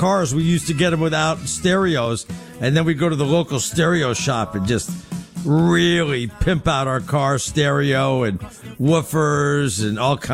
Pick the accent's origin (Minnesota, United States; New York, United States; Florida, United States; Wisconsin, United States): New York, United States; Bronx; now in Los Angeles, United States; I lived in Brentwood, but we came from the Bronx.